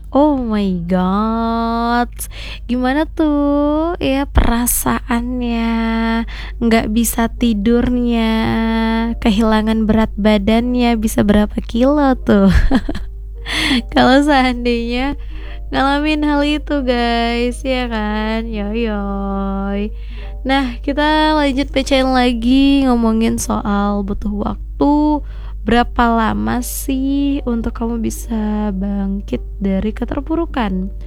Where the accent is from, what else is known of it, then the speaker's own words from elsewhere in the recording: Tanjung Pinang, Riau Islands, Indonesia; Di kota aku ini nih, kota Tanjung Pinang ini nih, ada nih kisah begini.